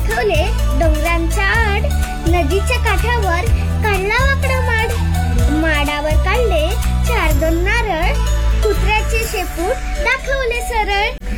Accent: Aravali, Maharashtra, India; born or raised there

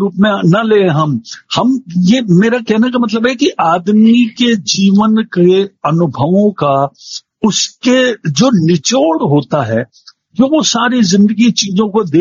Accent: Rajasthan, India; now in Jaipur, India; मैं जयपुर में आया था 1987 में, काफी बरस हो गए, अब तो कोई पूछता भी है कि कहाँ के रहने वाले हो तो मुंह से निकलता है जयपुर का रहने वाला हूँ

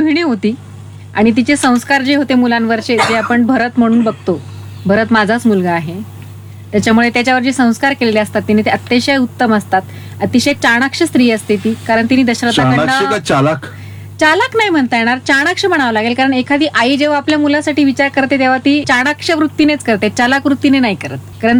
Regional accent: Pune, Maharashtra, India; moved away as an adult; now in Nashik, India; मी पुण्याची आहे. लग्न झालं त्याच्यानंतर मग मी नाशिकला आले.

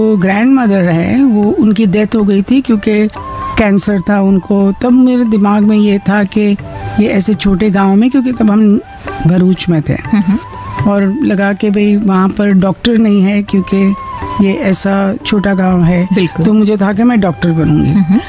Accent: Gujarat, India; गुजरात से हूँ

